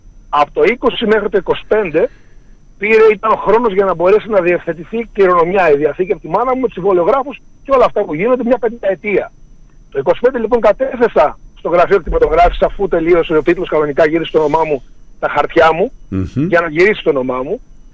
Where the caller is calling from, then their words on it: Lasithi, Crete, Greece; Εγώ είμαι από Λαθήθη.